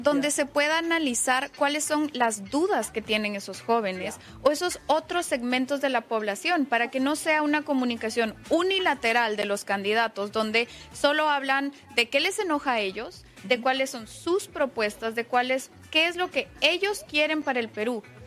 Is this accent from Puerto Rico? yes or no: no; Ecuador; also born or lived in Mexico; Sí, yo soy de Ecuador y viví un tiempo en México donde tuve mi mayor exposición política.